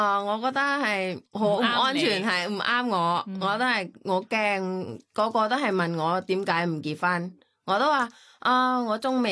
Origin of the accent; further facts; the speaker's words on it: Bangkok, Thailand; 因为我嚟自曼谷长大嘅